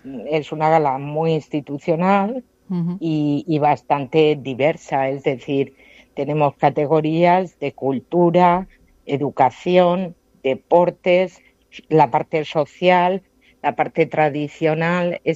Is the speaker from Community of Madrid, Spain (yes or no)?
no; Rafal, Valencian Community, Spain